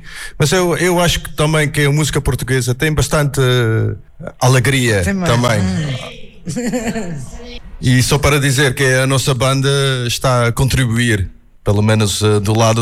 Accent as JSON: {"language": "Portuguese", "country": "Netherlands", "moved": "yes", "said": "Eu sou holandês"}